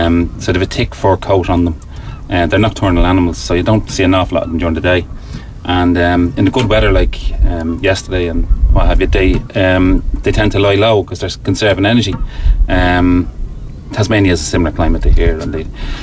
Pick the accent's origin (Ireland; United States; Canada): Ireland; Malahide, Leinster; Well, I grew up in Malahide.